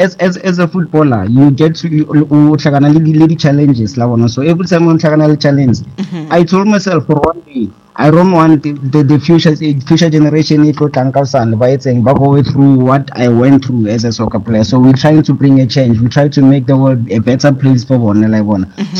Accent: Alexandra, Gauteng, South Africa; I am an optician from Alexander

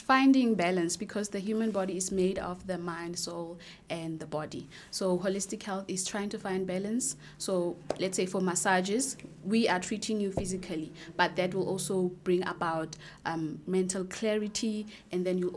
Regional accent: Kuruman, Northern Cape, South Africa; It's my hometown.

